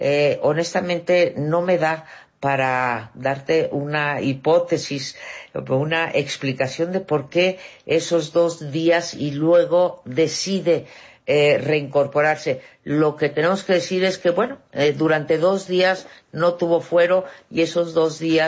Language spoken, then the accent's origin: Spanish; Mexico; me duele como mexicana decir esto.